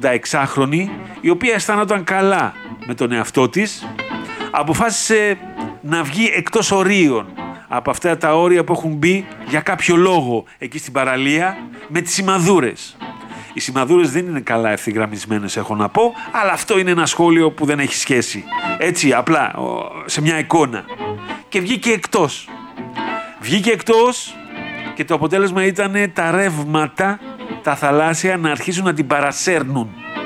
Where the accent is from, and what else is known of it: Greece